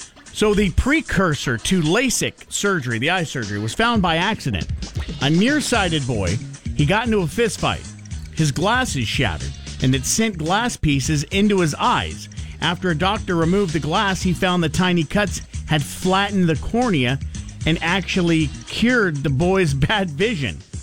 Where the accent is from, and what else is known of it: United States